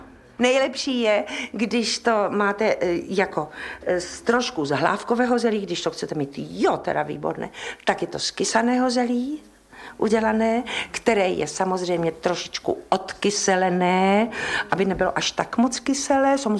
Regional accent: Brno, South Moravian Region, Czechia; když jsem byla v Praze a nemohla jsem třeba přijet na Vánoce a hlavně teda na Silvestra domů, tak jsem si vždycky z Kohoutovic z Brna vezla hrnec rýžovo-masových knedličků v zelí

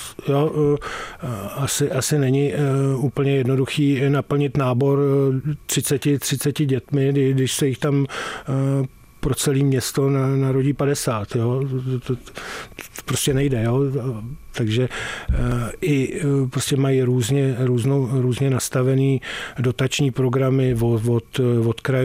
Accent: Prague, Czechia; protože jsem z Prahy celý život jsem prožil v Praze

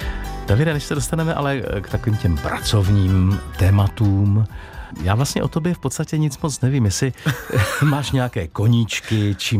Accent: Moravia, Czechia; jsem taky z Moravy

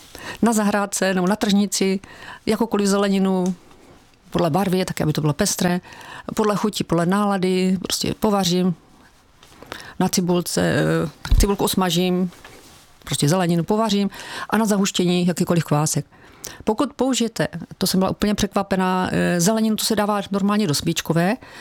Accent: Moravia, Czechia; protože jsem přijela z Moravy, u nás se pije slivovička

